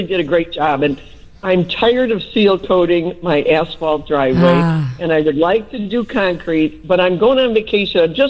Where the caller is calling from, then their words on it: Arlington Heights, Illinois, United States; I'm calling from Arlington Heights